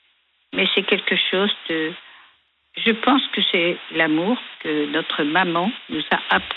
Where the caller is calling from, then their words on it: Garéoult, Provence-Alpes-Côte d'Azur, France; Je suis dans le Var.